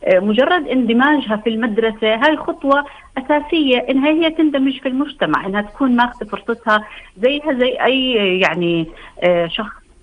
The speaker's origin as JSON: {"language": "Arabic", "country": "Jordan", "said": "عندنا بالأردن"}